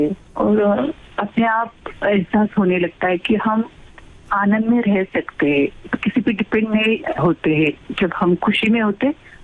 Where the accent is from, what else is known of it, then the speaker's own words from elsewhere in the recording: Rajgurunagar, Maharashtra, India; मैं पुणे से हूँ, राजगुरु नगर।